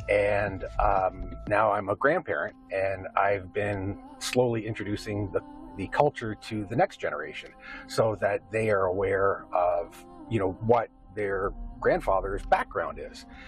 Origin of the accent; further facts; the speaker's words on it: Windsor, Ontario, Canada; first language Ukrainian; English is a second language; because until I went to grade school, my first language was primarily Ukrainian. So it was a big culture shock when I ended up going to school and being put in that different realm. But growing up in Windsor, Windsor is a really, really multi-ethnic community.